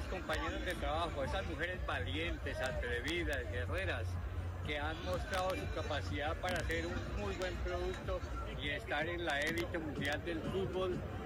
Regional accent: Colombia; Hoy como colombiano, siento que toda Colombia late al unísono conmigo.

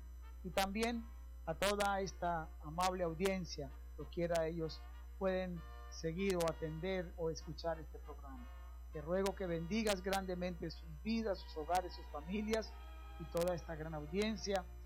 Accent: Colombia

